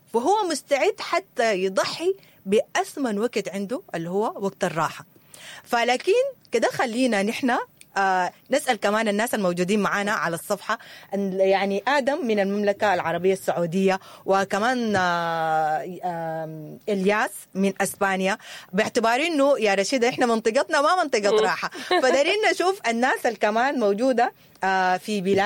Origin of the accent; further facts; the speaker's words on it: Sudan; ويمكن إحنا بنشوف الحاجة دي يعني صعبة لنا إحنا كسودانيين برانا